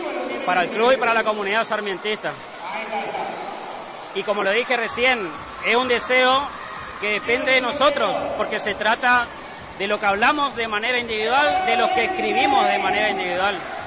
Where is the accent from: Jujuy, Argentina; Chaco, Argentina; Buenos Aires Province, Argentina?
Chaco, Argentina